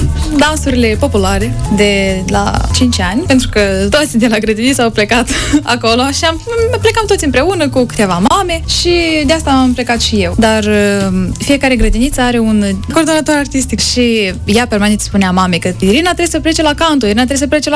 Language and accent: Romanian; Strășeni, Strășeni District, Moldova; Eu am crescut în Strășeni, alături de părinți, de bunei, n-am istorii tragice cu plecare peste hotare sau ceva de genul.